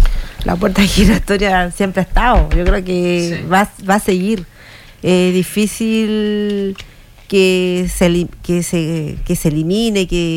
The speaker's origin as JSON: {"language": "Spanish", "country": "Chile", "said": "a uno como chileno"}